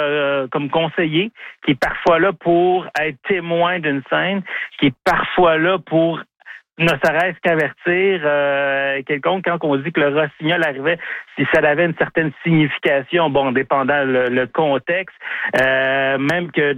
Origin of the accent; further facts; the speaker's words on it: Saint-Justin, Quebec, Canada; Je suis natif de la Mauricie, donc de Saint-Justin plus précisément. Et puis je me suis établi là suite à mes études universitaires à Joliette.